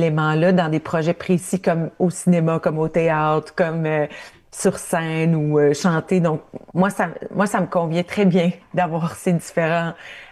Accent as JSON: {"language": "French", "region": "Ontario", "country": "Canada", "said": "Moi, je viens de l'Ontario, je viens de l'Ontario francophone, encore pire"}